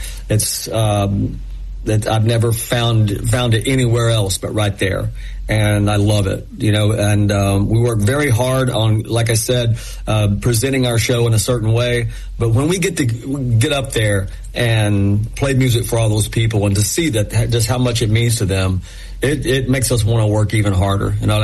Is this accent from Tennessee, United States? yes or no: yes; Knoxville, Tennessee, United States; growing up in East Tennessee and in Knoxville, you know, we didn't have a pro allegiance to anything.